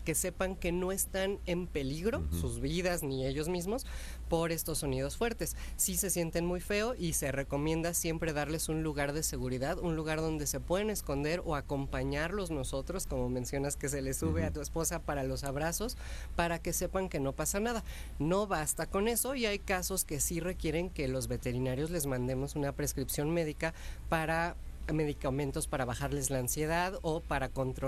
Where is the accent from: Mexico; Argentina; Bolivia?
Mexico